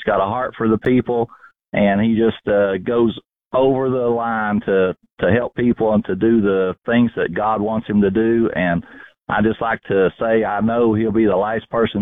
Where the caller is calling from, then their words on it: Jonesborough, Tennessee, United States; I'm calling from Jonesboro, Tennessee.